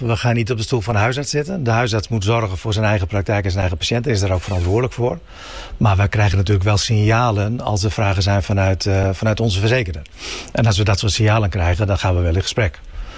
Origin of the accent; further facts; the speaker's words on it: Friesland, Netherlands; van ons als inwoners, van ons als Friezen